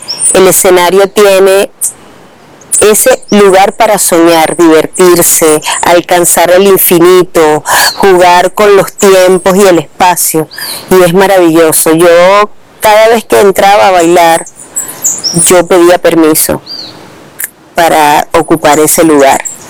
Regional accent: Caracas, Capital District, Venezuela; Yo vengo también de San Agustín del Norte. Y cuando yo estudiaba en el Liceo Andrés Bello, ese fue mi liceo, liceo de mucha gente, artista también, yo recuerdo que bailábamos por toda la ciudad en lo que llamábamos los matinés.

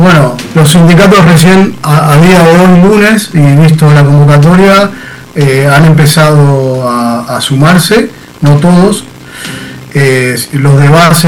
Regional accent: Argentina; now in Spain; Yo soy de origen argentino, vivo hace 20 años aquí en España

